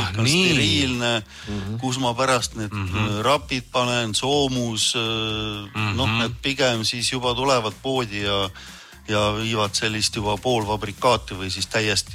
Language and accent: Estonian; Hiiu County, Estonia; siin üles kasvanud, vanemad on hiidlased, no. Ise hiidlane.